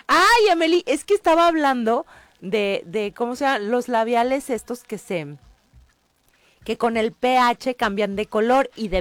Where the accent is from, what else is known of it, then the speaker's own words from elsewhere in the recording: Ciudad Guzmán, Jalisco, Mexico; moved away; Yo me crié en Ciudad Guzmán, que está a una hora de Colima.